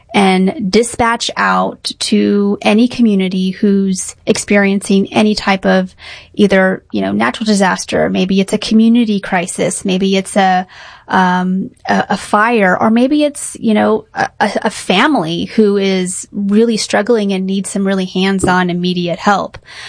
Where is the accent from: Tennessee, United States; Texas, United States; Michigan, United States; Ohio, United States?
Texas, United States; San Antonio; Especially growing up in the Catholic community in San Antonio.